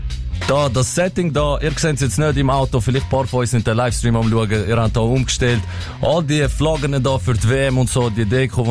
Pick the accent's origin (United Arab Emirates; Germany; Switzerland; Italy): Switzerland; Pfaffigen; Ich komme aus Pfaffigen, Schweiz. Ich bin 22.